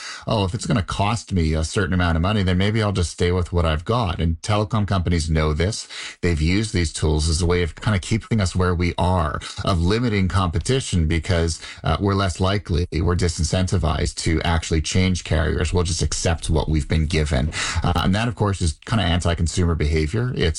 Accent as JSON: {"language": "English", "country": "Canada", "said": "Canada is a country that the landmass is larger than the US, but our population is only 1/8 the size."}